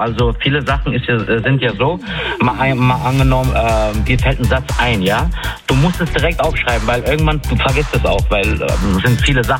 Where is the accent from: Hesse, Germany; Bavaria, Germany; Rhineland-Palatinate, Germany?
Hesse, Germany; Giessen; ich komme aus Gießen